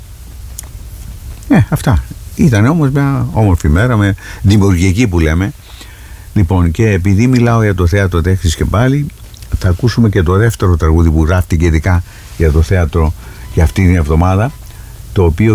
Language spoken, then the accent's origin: Greek; Northern Cyprus, Cyprus; moved away; την αγάπη μου να γυρίσω πίσω στα κατεχόμενά μας, στο κατεχόμενο χωριό μου, στην πόλη μου εκεί.